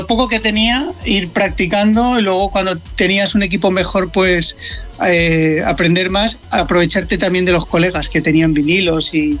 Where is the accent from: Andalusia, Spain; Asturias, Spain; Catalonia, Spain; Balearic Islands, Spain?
Balearic Islands, Spain; Mallorca; Sí, yo, bueno, vengo de Mallorca